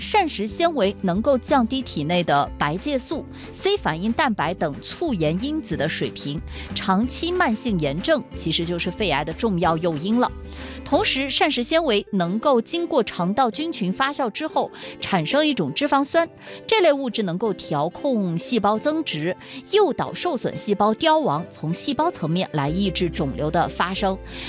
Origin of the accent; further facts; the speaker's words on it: Yunnan, China; 菌子咱们云南人倒没少吃啊。